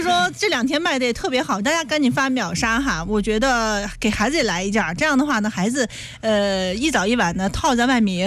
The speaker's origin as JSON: {"language": "Chinese", "region": "Shandong", "country": "China", "said": "咱们山东人"}